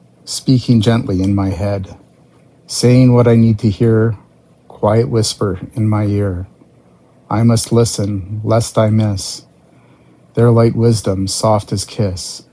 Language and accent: English; Manitoba, Canada; moved away as an adult; also born or lived in Alberta; now in Saskatchewan, Canada; I was born in Alberta and grew up in Manitoba, but in 2001 I came out to visit a friend in Regina and fell in love with Saskatchewan, so I made my home here. And I've been here ever since.